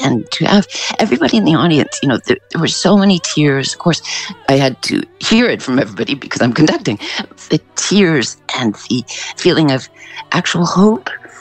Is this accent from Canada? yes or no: yes; Canada; born or raised there